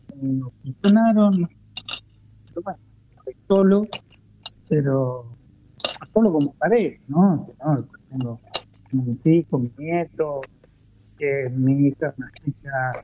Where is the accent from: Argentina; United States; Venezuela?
Argentina; Arias, Córdoba; nosotros en esta zona, en mi pueblo